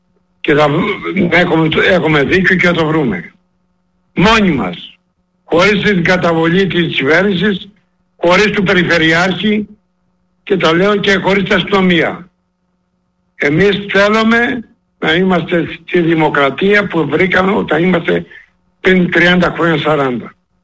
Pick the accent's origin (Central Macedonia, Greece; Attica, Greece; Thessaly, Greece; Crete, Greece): Crete, Greece; στον τόπο που μεγαλώσα και περπάτησα, στο ιστορικό μας νησί που λέγεται Λεβεντογένα Κρήτη